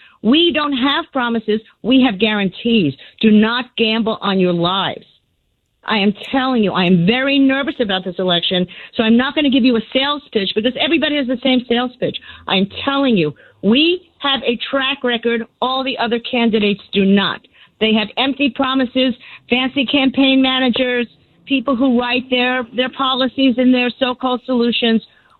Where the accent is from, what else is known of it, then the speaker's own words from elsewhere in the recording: New York, United States; and I'm from New York and I know what that's like